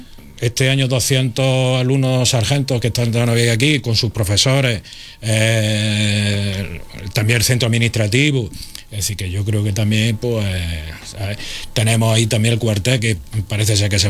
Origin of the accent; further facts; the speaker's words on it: Úbeda, Andalusia, Spain; yo tengo el defecto muchísimo y entre ellos que soy muy de Úbeda